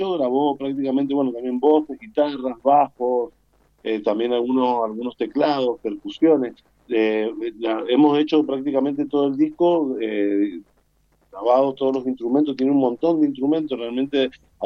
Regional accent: Las Heras, Argentina; yo soy de acá de Las Heras.

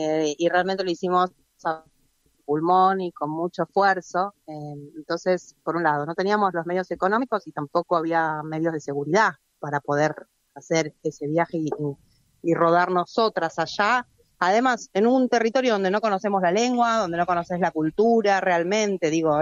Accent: Argentina; nosotras acá en Argentina, que es lo que somos, argentinas

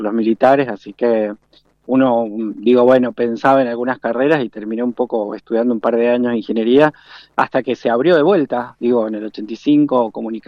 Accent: Tupungato, Mendoza, Argentina; moved away as an adult; also born or lived in Madrid, Spain; now in Mendoza, Argentina; Soy de Tupungato. En realidad tengo todavía parte de esa familia viviendo en Tupungato. Y después me vine a la universidad a estudiar

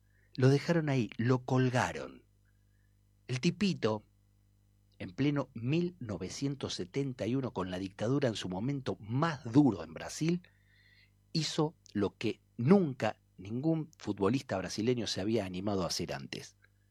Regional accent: Argentina; soy argentino

